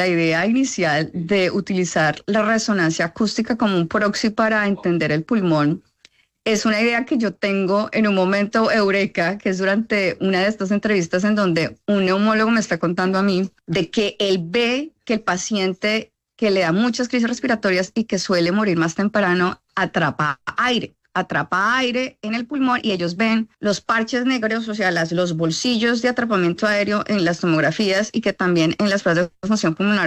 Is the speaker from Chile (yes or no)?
no; Neiva, Huila, Colombia; yo soy de Neiva, huilense